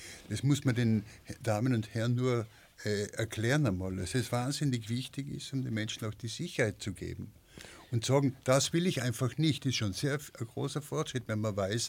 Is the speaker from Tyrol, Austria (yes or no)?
yes; Lienz, Tyrol, Austria; born there; Ich habe sowas Ähnliches eh schon mal gemacht in Lienz, ja, also da, wo ich geboren bin.